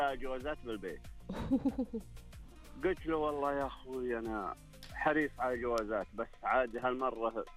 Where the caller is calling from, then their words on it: Unaizah, Al-Qassim, Saudi Arabia; قال من وين أنت؟ قلت من عنيزة.